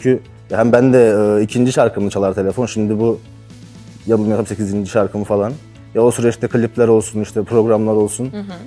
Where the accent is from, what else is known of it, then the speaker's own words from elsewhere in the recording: Ankara, Turkey; Ankaralıyız zaten. Ankara'da doğup büyüdüm ben. Orada Ankara'da her yere hakimiz.